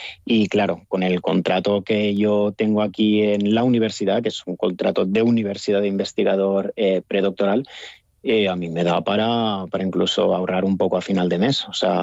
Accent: Spain; moved away as an adult; now in Bonn, Germany; yo no soy el único español aquí en Bonn

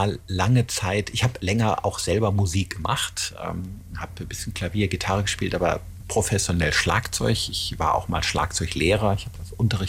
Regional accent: Rhineland, Germany; Ich komme ja aus dem Rheinland.

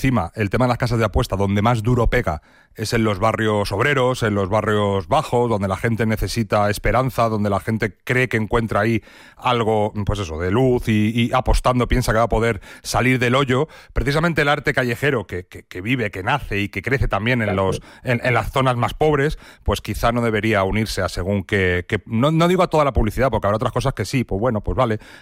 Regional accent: Madrid, Community of Madrid, Spain; Yo pienso mucho que, por ejemplo, como madrileño, el cartel de Suez y el del tío Pepe del centro ya están consideradas más obras de arte casi que publicidad.

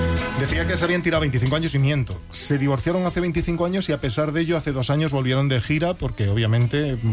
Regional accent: Noia, Galicia, Spain; Pues soy de Noia, no soy de Chamberí.

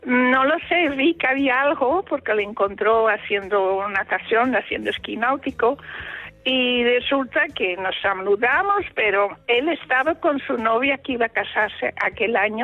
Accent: Antwerp, Flanders, Belgium; moved away as an adult; now in Spain; yo he nacido en Bélgica, soy de Bélgica, pero con 28 años vino a vivir en España. Ahora tengo la nacionalidad española porque llevo aquí 57 años.

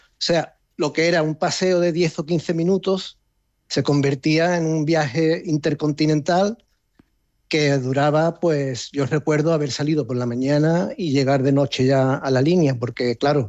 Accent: La Línea de la Concepción, Andalusia, Spain; also born or lived in Gibraltar; mi padre, como bien has apuntado, es de Gibraltar, yo nací en Gibraltar también, pero mi madre de la línea. Entonces, claro, mi padre trabajaba aquí en Gibraltar y, o sea, aunque nosotros vivíamos en la línea

